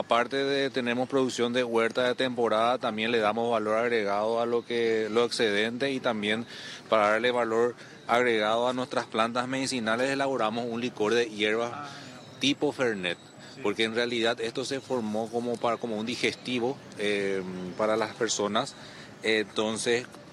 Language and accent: Spanish; Asunción, Paraguay; born there; moved away as an adult; also born or lived in Areguá; now in Itauguá, Paraguay; nosotros somos migrantes al revés, nacimos en Asunción, pero decidimos dedicarnos a la producción agroecológica. Iniciamos en Areguá, ahora estamos en Itagua